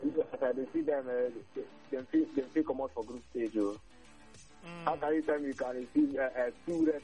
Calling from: Aba, Abia, Nigeria; I'm calling from Aba.

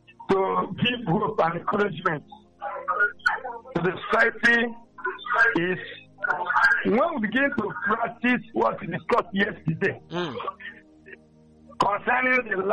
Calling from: Degema, Rivers, Nigeria; I'm calling from Degema.

